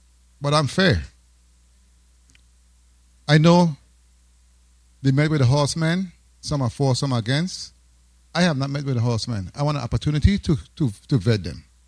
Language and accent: English; St. Croix, U.S. Virgin Islands; I grew up right next to the track. I grew up in Nada. I'm a Nada man.